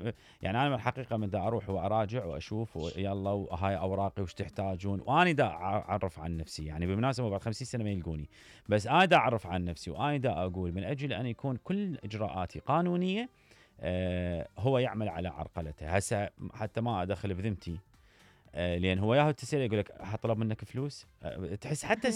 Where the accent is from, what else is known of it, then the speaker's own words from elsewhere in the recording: Iraq; انا دائما اقول القوانين عندنا في العراق باعتبارها قديمة جدا وسلالة،